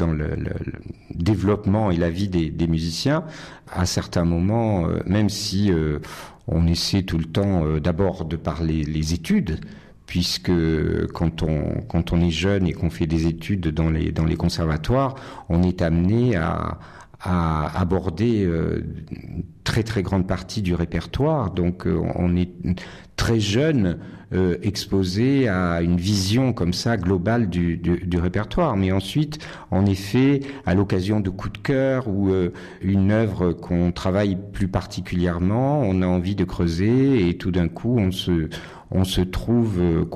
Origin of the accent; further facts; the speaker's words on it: Nice, Provence-Alpes-Côte d'Azur, France; je suis né et j'ai grandi à Nice. Mes parents étaient niçois également, d'origine italienne. Comme mon nom l'indique, mes grands-parents sont arrivés de Toscane dans les années 1920.